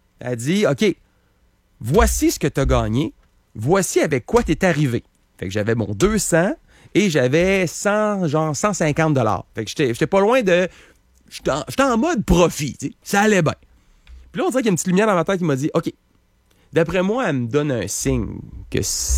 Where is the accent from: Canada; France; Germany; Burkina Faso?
Canada; Quebec City, Quebec; Là, je dis, OK, je viens du Canada, je viens de Québec.